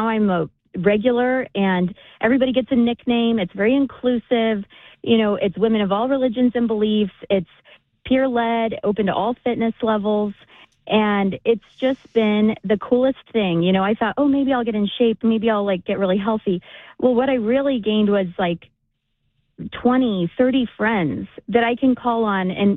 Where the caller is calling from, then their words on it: Batavia, Illinois, United States; I moved to a new suburb. I'm in Batavia and the Western suburbs